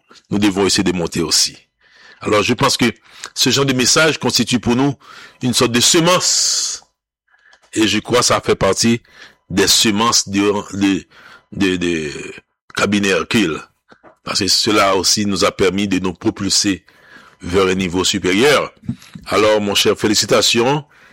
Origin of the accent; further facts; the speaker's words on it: Haiti; Nous sommes d'Haïti, nous sommes haïtiens. Pays a investi dans nous. Nous faisons dans le pays, nous respirons le pays.